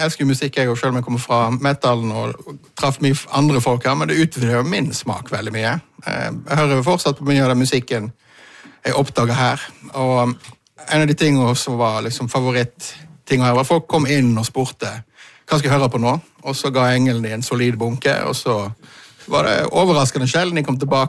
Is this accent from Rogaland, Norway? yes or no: yes; Haugesund, Rogaland, Norway; now in Bergen, Norway; Det var første jobben jeg hadde etter jeg flyttet fra Haugesund til Bergen, begynte å studere.